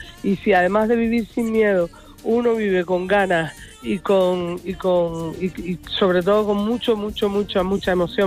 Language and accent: Spanish; Arrecife, Canary Islands, Spain; born there; se está terminando de empezar ahora en Arrecife, porque es el sitio donde yo nací, ¿no?